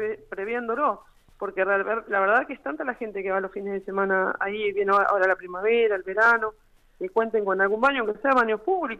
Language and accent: Spanish; Ramallo, Buenos Aires Province, Argentina; somos todos de Ramallo, todos conocidos